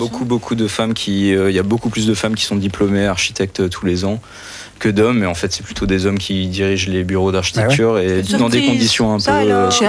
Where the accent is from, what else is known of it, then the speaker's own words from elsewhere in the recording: France; moved away as an adult; now in Belgium; Non, je suis français.